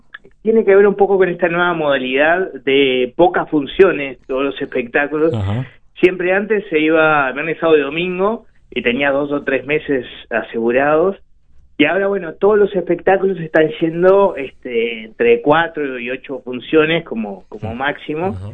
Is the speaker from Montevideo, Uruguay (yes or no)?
yes; Montevideo, Uruguay; Yo soy de Villa Española